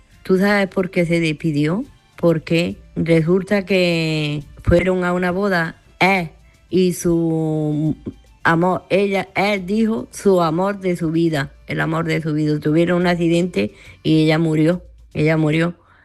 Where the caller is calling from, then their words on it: Granada, Andalusia, Spain